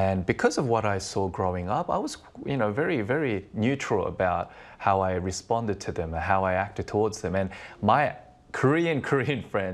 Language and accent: English; Sydney, New South Wales, Australia; Well, I grew up in Sydney where a big event, annual event called the Sydney Gay and Lesbian Mardi Gras is held like every year.